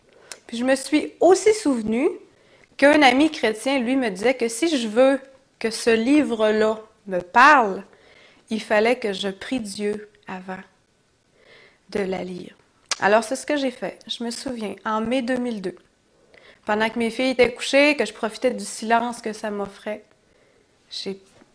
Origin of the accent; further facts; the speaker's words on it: Saguenay, Quebec, Canada; moved away as an adult; j'étais seule dans cette région-là parce que je venais du Saguenay, puis j'étais à Québec, mon chum n'avait pas de famille là non plus, j'étais toute seule.